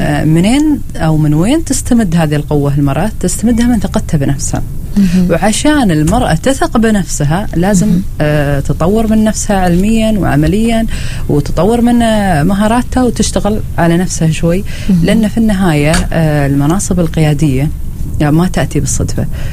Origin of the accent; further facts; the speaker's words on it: Al Wusta, Oman; في محافظة الوسطى بالأخص عندنا